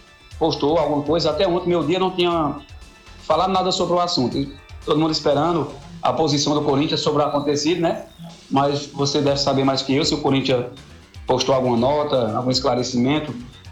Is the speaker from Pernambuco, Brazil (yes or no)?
yes; Bodocó, Pernambuco, Brazil; eu sou do Bodocó.